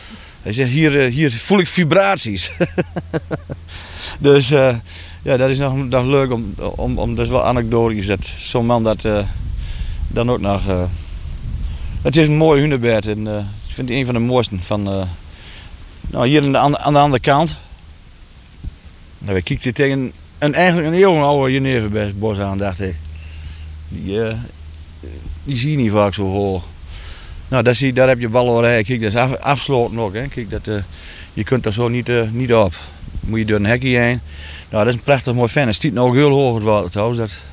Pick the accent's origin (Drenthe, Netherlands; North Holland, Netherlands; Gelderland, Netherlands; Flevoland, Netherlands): Drenthe, Netherlands; Ik ben ook nooit uit Drenthe weggegaan.